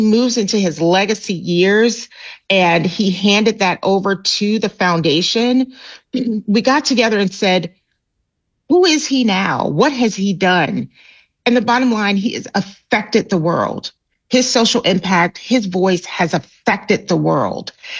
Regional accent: Nigeria; born there; I was blown from Nigeria.

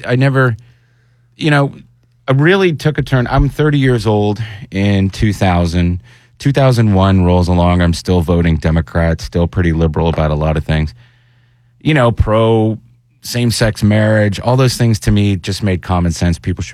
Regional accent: United States; born there; I have nothing to do with the fact that I'm an American other than I was born here.

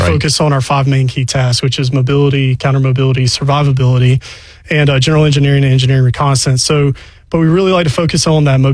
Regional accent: Columbus, Georgia, United States; So I'm from Columbus, Georgia. Wasn't a military brat.

